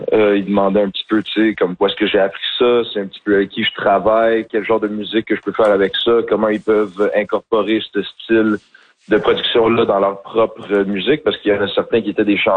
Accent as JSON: {"language": "French", "town": "Montreal", "region": "Quebec", "country": "Canada", "said": "Tu sais, moi, je viens de Saint-Henri. J'ai vécu autour de Saint-Henri, les derniers 14 ans de ma vie."}